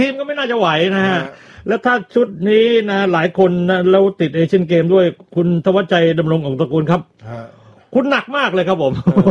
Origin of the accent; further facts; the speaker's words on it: Southern Thailand, Thailand; เราคนใต้เห็นเหตุการณ์ทางใต้มันรายวันเลยนะ